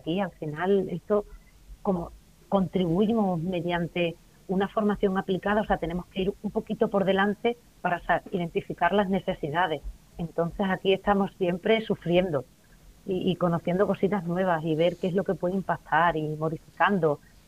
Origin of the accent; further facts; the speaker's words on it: Extremadura, Spain; also born or lived in England; Pues, bueno, yo soy extremeña retornada.